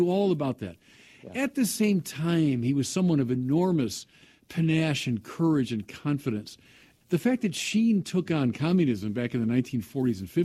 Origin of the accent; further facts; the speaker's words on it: United States; both as an American who reverences the First Amendment and as a Catholic who reverences Dignitatis Humanae.